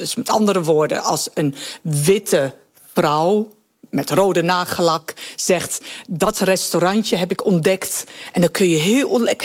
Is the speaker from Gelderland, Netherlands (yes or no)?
yes; Winterswijk, Gelderland, Netherlands; omdat ik Marokkaanse ben uit Winterswijk